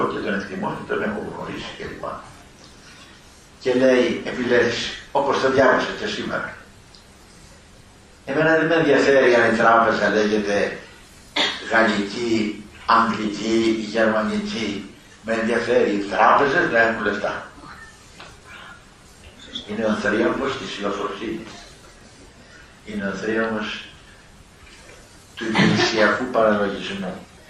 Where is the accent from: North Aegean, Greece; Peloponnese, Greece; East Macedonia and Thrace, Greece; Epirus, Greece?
Peloponnese, Greece; moved away; όπως λένε στην πατρίδα μου, την Πελοπόννησο